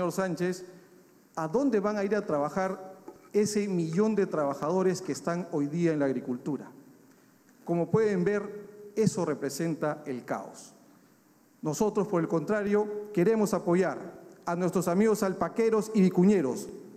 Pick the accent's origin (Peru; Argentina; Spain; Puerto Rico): Peru; Puerto Maldonado, Madre de Dios; Soy de Madre de Dios, Puerto Maldonado, de la selva del Perú